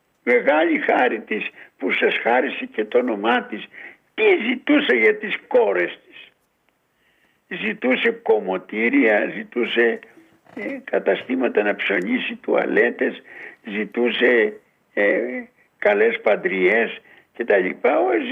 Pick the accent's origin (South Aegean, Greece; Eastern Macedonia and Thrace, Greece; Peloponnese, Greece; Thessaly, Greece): Thessaly, Greece; εγώ που είμαι Θεσσαλός